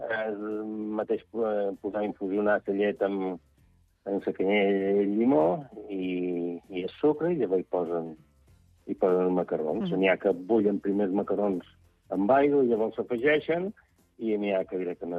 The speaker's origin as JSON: {"language": "Catalan", "town": "Santa Eulària des Riu", "region": "Balearic Islands", "country": "Spain", "said": "Som de Sant Eulari, no som de Sant Joan."}